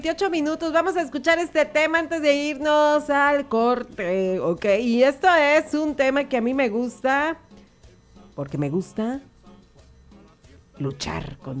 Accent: Mexico; Señal de que los mexicanos somos bien a todo dar y nos quieren, y nosotros también a ellos.

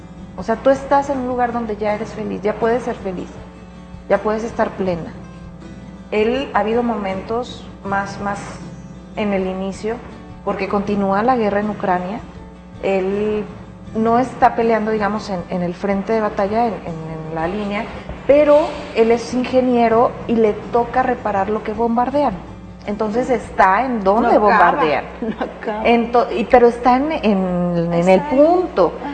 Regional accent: Mexico; Como toda mexicana, a lo mejor, y la idiosincrasia de acá

